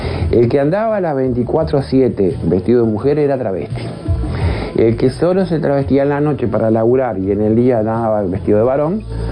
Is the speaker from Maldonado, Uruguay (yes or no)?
no; Montevideo, Uruguay; Yo soy nativa del Barrio Sur, yo nací en el Barrio Sur, nací en el Conventillo del Medio Mundo, y mi zona era el Barrio Sur, la Aduana y de ahí Boulevard.